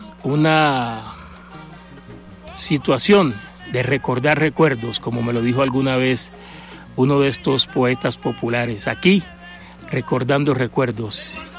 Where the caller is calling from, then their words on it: Fontibón, Bogotá, Colombia; Los saludo desde Fontibón.